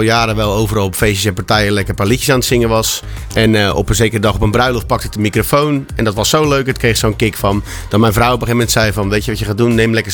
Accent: Noordwijk, South Holland, Netherlands; bij de voetbal in Noordwijk, waar ik vandaan kom.

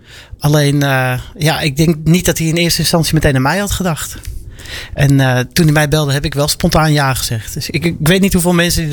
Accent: Aalsmeer, North Holland, Netherlands; also born or lived in Amstelveen; echt de basisschool allemaal gehad. De middelbare school dan niet. Want ja, er was toen weinig in Aalsmeer. Daarvoor moest je ook weer naar Amstelveen.

